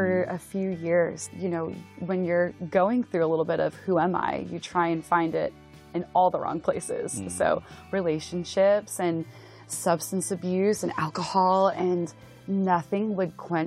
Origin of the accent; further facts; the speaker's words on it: United States; I grew up right outside of New York.